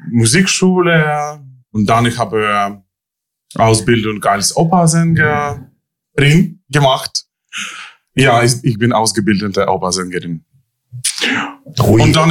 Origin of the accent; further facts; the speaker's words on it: Chornomorsk, Odesa Oblast, Ukraine; German is a second language; now in Munich, Germany; Also, wie gesagt, ich bin in Tschernomorsk geboren. Bin oder habe? Bin. Ich habe in die Schule gegangen.